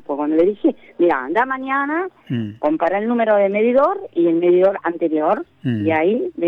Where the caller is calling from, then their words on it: Buenos Aires, Argentina; soy de Paternal.